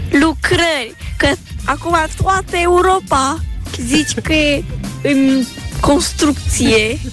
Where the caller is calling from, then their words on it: Popești, Romania; din Popești, am 10 ani.